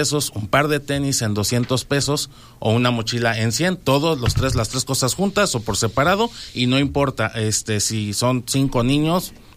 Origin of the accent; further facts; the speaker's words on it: Temixco, Morelos, Mexico; como somos de Temisco